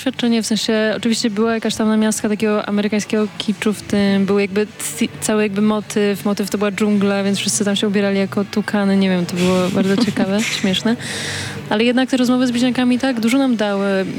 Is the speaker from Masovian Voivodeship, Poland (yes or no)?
yes; Warsaw, Masovian Voivodeship, Poland; moved away as an adult; now in Paris, France; Dorastałyśmy tutaj, w Warszawie.